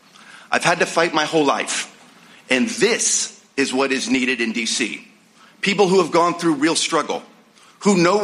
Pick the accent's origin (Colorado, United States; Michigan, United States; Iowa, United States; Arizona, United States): Iowa, United States; So I ran in red Western Iowa to represent my hometown in the Iowa legislature.